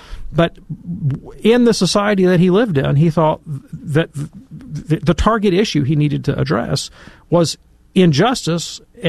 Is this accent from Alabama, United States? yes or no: yes; Alabama, United States